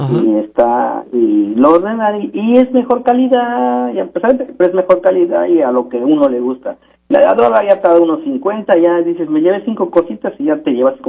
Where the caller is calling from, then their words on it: Renton, Washington, United States; yo vivo en Renton.